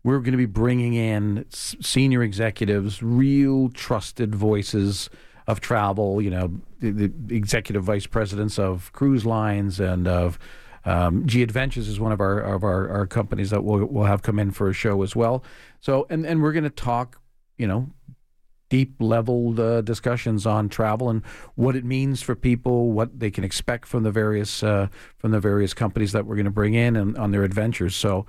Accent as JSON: {"language": "English", "town": "Toronto", "region": "Ontario", "country": "Canada", "said": "I'm from Toronto"}